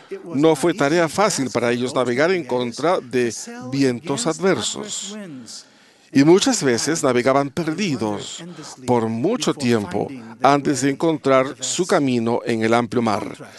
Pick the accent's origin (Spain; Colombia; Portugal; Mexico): Portugal; En Portugal, mi país natal, por ejemplo, durante el período de descubrimientos del siglo XV